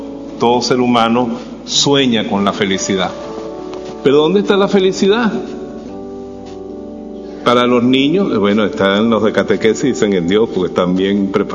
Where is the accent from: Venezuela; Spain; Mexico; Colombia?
Venezuela; Yo soy de Venezuela. Estoy sustituyendo al padre por unos momentitos, pero no crean, no. Él sigue aquí. Yo ando de paso a Tierra Santa.